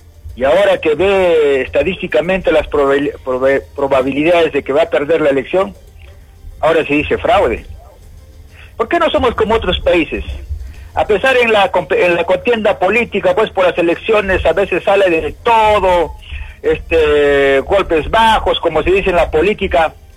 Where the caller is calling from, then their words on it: Peru; los peruanos